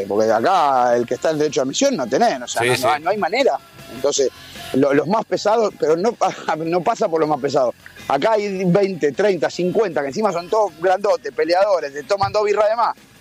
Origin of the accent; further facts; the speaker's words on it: Argentina; Sí, acá viste cómo somos los argentinos, que se juntan todos.